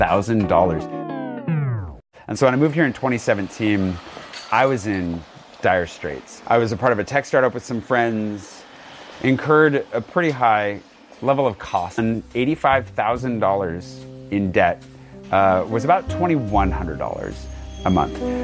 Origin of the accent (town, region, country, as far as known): Pullman, Washington, United States; born or raised there; now in Paris, France